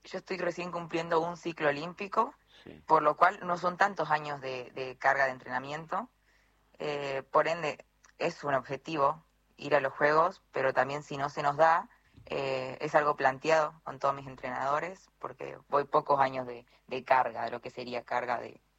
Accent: Salta, Argentina; now in Buenos Aires, Argentina; De Salta, Salta Capital.

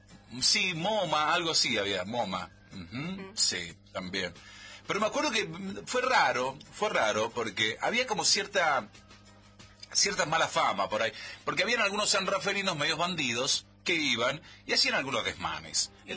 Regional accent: San Rafael, Mendoza, Argentina; A mí me dijeron, che, no digas mucho que sos San Rafael.

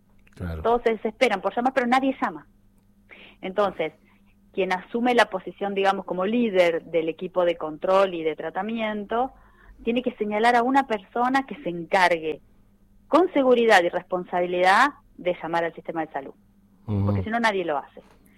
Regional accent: Argentina; La verdad que como argentinos lo vivimos muy muy visceralmente.

